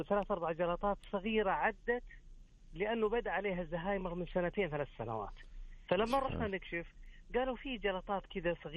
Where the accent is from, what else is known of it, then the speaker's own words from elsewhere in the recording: Medina, Medina Province, Saudi Arabia; من المدينة المنورة.